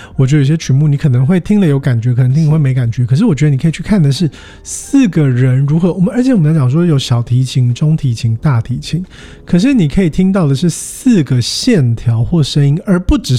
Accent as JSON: {"language": "Chinese", "country": "Taiwan", "said": "那我们台湾人出国要带什么？"}